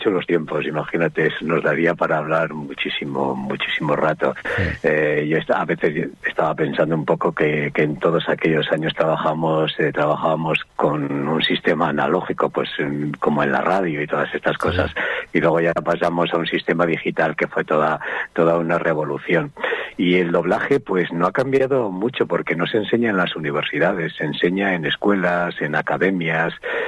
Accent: Castro Urdiales, Cantabria, Spain; Claro, yo soy de Cantabria, soy de Castruviales

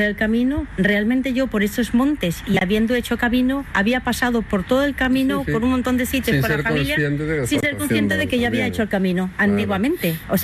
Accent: Bilbao, Basque Country, Spain; moved away as an adult; also born or lived in Caracas, Venezuela; now in Santiago de Compostela, Spain; O sea que yo soy de Bilbao, Camino de Santiago del Norte, Catedral de Santiago la otra. Luego, pues viví en Venezuela 27 años, Caracas

